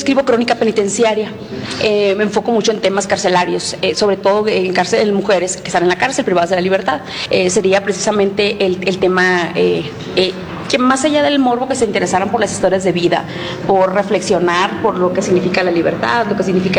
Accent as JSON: {"language": "Spanish", "town": "Hermosillo", "region": "Sonora", "country": "Mexico"}